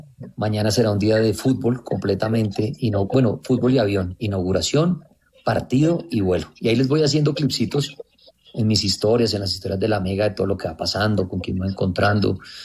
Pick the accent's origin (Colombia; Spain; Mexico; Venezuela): Colombia; no puedo tener ni siquiera este gorro, nada que me identifique como colombiano.